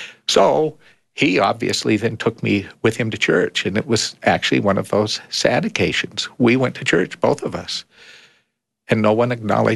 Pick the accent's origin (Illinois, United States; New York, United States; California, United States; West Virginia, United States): California, United States; Bishop; I grew up in Bishop, California, which is on the eastern slope of the Sierras.